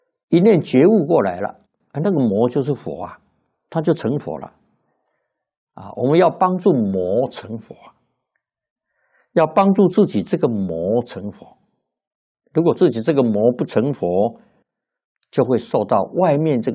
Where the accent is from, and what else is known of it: China